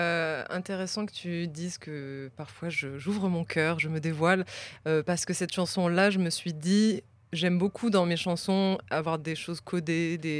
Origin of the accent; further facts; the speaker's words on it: South, France; je suis du Sud. Je viens du Sud, ouais.